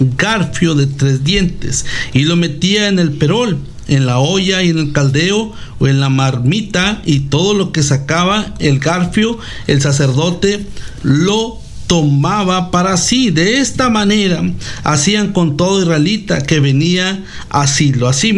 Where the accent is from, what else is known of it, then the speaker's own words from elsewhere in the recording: Mexico; los que somos de México